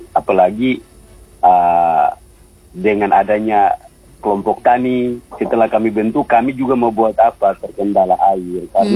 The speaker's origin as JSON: {"language": "Indonesian", "town": "Kupang", "region": "East Nusa Tenggara", "country": "Indonesia", "said": "Saya dari Kelurahan Naioni."}